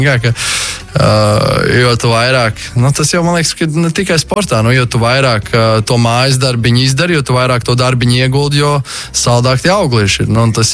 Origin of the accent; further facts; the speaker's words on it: Ventspils, Courland, Latvia; moved away as an adult; now in Riga, Latvia; es dzimis un audzis Ventspilī un visu bērnību pavadīju Ventspilī